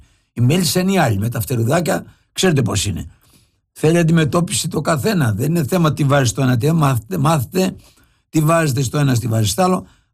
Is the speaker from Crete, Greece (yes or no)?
no; Lefkada, Ionian Islands, Greece; περάσαμε από τη Λευκάδα πριν για να κάνω μία προπόνηση. Από τα μέρη μου.